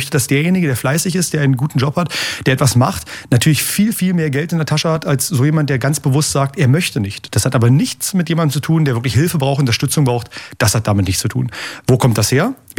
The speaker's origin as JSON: {"language": "German", "region": "Saxony-Anhalt", "country": "Germany", "said": "Das machen die Menschen in Sachsen-Anhalt. Und da bin ich sehr stolz auf meine Heimat, dass man hier das ausspricht."}